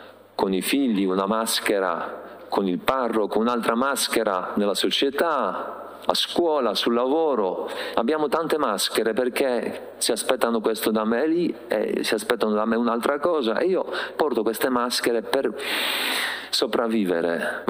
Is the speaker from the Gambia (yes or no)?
no; Poland; Italian is a second language; Io sono polacco, noi abbiamo i cimiteri molto belli, ma anche quelli italiani sono tutti belli, curati